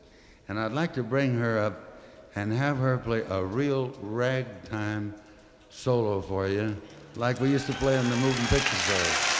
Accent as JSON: {"language": "English", "town": "Vernon", "region": "Texas", "country": "United States", "tie": "born or raised there", "said": "You know, we're from Texas. My mother was raised in Electra, Texas, and then we moved to Vernon. That's where Charlie and I came on the scene."}